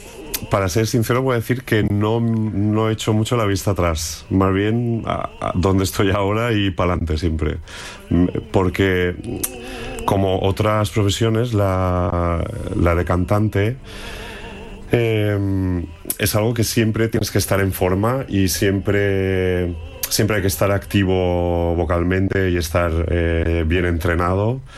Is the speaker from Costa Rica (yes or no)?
no; Balearic Islands, Spain; moved away as an adult; now in Madrid, Spain; O sea, porque yo me fui de Mallorca, pues hará unos 25 años, sí, más o menos, sí, o alguno más. Y, o sea, ya llevo más tiempo fuera que en casa.